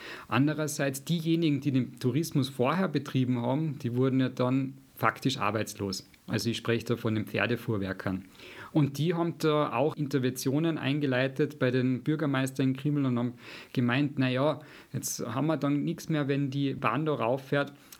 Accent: Mittersill, Salzburg, Austria; moved away as an adult; now in Graz, Austria; Also ich bin eigentlich gebürtiger Pinzgauer. Ich bin in Mittersil geboren, 1990, bin auch dort aufgewachsen. Seit meinem 18. Lebensjahr bin ich mittlerweile in Graz, deswegen ist mein Dialekt nicht mehr so vorhanden, wie er mal früher da war.

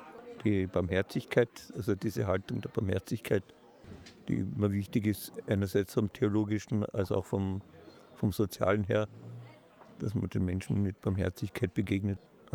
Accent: Linz, Upper Austria, Austria; ich bin aus Linz.

